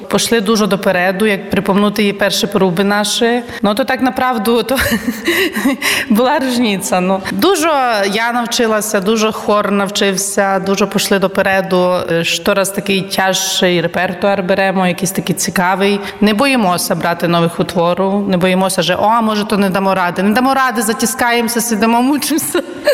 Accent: Rivne, Rivne Oblast, Ukraine; moved away as an adult; now in Łosinka, Poland; Я сама походжу родом з України, з міста Рувне. Ну і вже тут зараз осінню буде 18 літ, як живу в Лосінці.

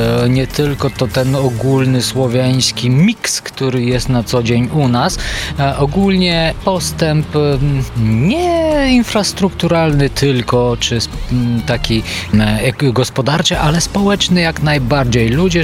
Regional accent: Bulgaria; moved away as an adult; now in Lublin, Poland

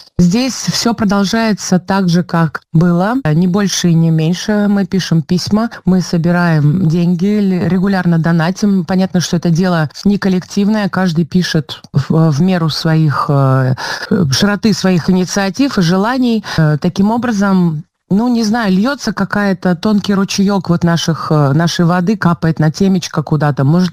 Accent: Belarus; now in London, United Kingdom; Ну, мы, белорусы, заложили капсулу времени, в которую сложили артефакты уже нашей современности.

